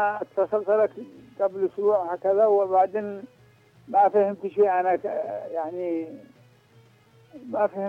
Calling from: Ibb, Yemen; أنا أتصل بكم من جبل وراف.

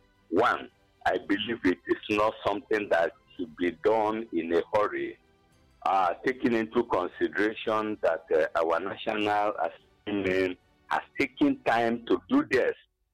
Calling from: Enugu State, Nigeria; I'm calling from Abapa Nijenugu

